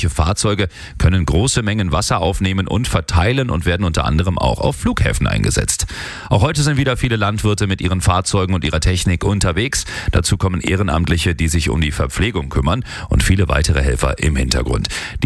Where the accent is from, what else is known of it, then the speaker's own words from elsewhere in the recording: Gai, Styria, Austria; Frage ich mich auch, ich bin ja aus Gai.